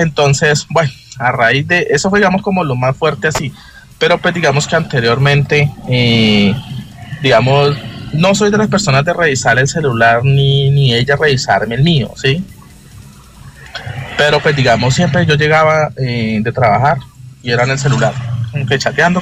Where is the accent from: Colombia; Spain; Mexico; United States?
Colombia; Neiva, Huila; Pues, resulta que nosotros somos de Neiva, ¿sí?